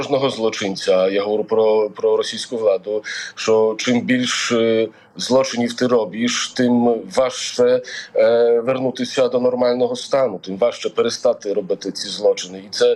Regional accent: Poland; moved away as an adult; also born or lived in Ukraine; я не мав ніколи в Україні проблем з тим, що я з Польщі, що я маю мікрофон польського радіа, тому що в мене польські номери, що я поляк.

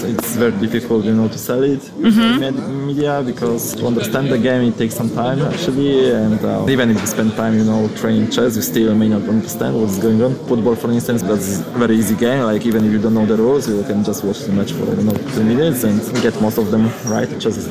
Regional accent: Poland; I'm Grand Ambassador from Poland.

